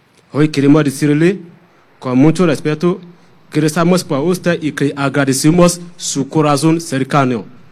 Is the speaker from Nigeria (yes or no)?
yes; Nigeria; yo soy de Nigeria. Soy uno de los migrantes, Leo.